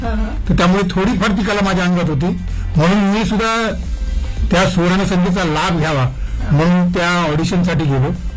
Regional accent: Mumbai, Maharashtra, India; मी आधी मुंबईत राहायचो. वरील कोळीवाडा हे माझं गाव आणि कोळीवाडा म्हटलं की संपूर्ण कोळ्यांचं गाव येते.

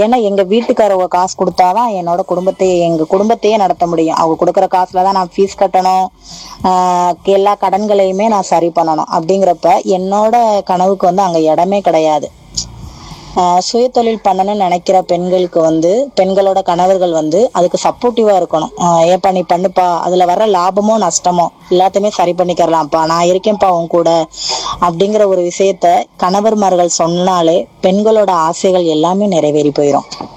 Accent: Pamban, Tamil Nadu, India; என்னோட சொந்த ஊர் வந்து பாம்பன்.

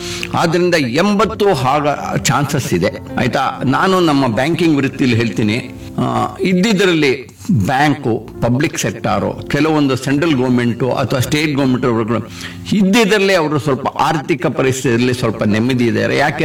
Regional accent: Melukote, Karnataka, India; born there; now in Bangalore, India; ನಾನು ನನ್ನ 60ನೇ ವಯಸ್ಸಿನ ಷಷ್ಠಿಹಬ್ಬದ ಪೂರ್ತಿ ನಮ್ಮ ಸ್ವಂತ ಊರು ಅಂತ ಹೇಳಿದೆ ಮೇಲ್ಕೋಟೆಯಲ್ಲೇ ಮಾಡಿಕೊಂಡೆ.

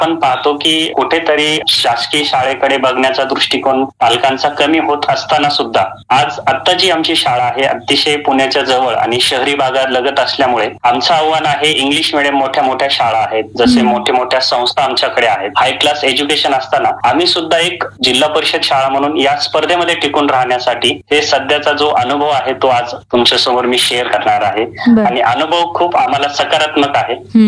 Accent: Chikhali, Maharashtra, India; moved away as an adult; also born or lived in Kalamnuri, Hingoli; now in Pune district, India; तसं माझं मूळ गाव बीड जिल्ह्यातील चिखली या गावी, खरं तर चिखली गाव म्हटलं तर एक आध्यात्मिक वारसा लाभलेलं गाव आहे

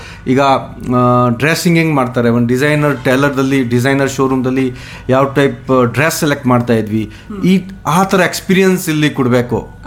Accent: Rajasthan, India; now in Shivamogga, India; ನಾನು ಬೇಸಿಕಲಿ ನಾನು ರಾಜಸ್ಥಾನಿಂದ, but last 24 years ಶಿವಮೊಗ್ಗದಲ್ಲಿ ಇದ್ದೀನಿ.

